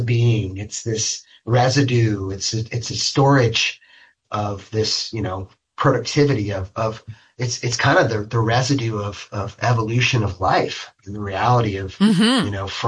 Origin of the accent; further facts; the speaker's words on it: Chico, California, United States; also born or lived in Seattle; growing up in Chico and growing up around kids whose parents were professors